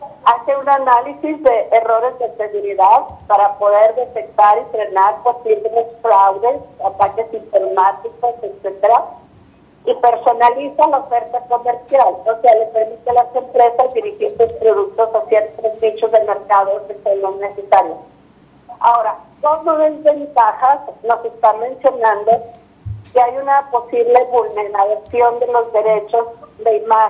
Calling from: Ciudad Juárez, Chihuahua, Mexico; Estoy en Juárez, ya no he salido.

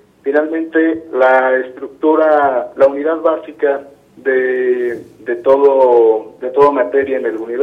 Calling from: Fresnillo, Zacatecas, Mexico; De aquí, de Fresnillo, Zacatecas

